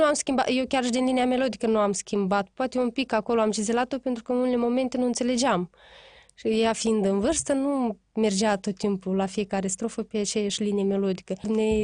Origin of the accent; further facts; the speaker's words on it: Moldova; suntem din Moldova, din Basarabia